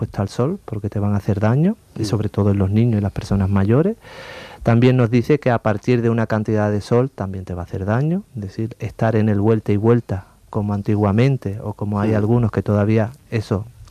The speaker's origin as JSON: {"language": "Spanish", "region": "Andalusia", "country": "Spain"}